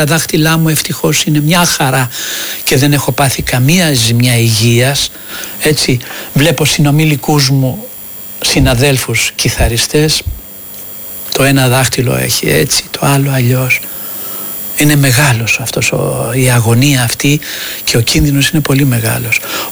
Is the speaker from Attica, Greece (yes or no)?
yes; Kallithea, Attica, Greece; born there; Εγώ γεννήθηκα εδώ, στην Καλυθέα, στην Αττική. Στην Καλυθέα, κοντά στις Τζιτζιφιές.